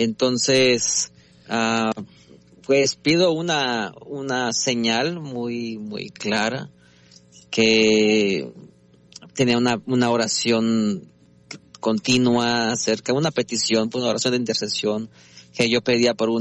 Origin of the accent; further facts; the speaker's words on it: San Juan de los Lagos, Jalisco, Mexico; moved away as an adult; now in United States; Así es, yo soy originario de San Juan de los Lagos, Jalisco.